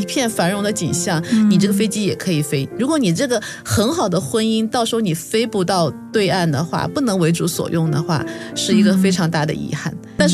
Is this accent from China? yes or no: yes; China; 但我们中国人的传统里面，